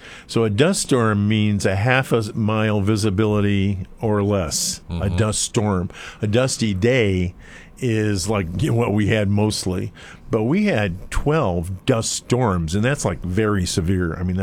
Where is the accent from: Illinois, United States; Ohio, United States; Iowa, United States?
Illinois, United States; Chicago; my sister and I, my mom used to tell stories. And we grew up in Chicago.